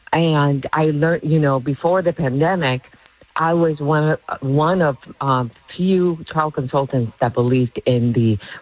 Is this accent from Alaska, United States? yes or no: yes; Alaska, United States; Yes, I grew up in Alaska.